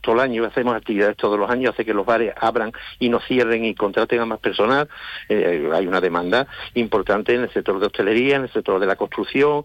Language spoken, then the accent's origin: Spanish; Chipiona, Andalusia, Spain; somos el pueblo más feliz de España